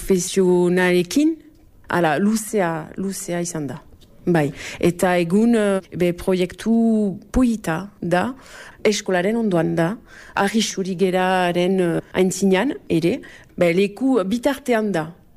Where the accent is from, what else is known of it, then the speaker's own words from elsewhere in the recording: Louhossoa, Nouvelle-Aquitaine, France; Beti danik egon niz hemen. Luxon, nire herria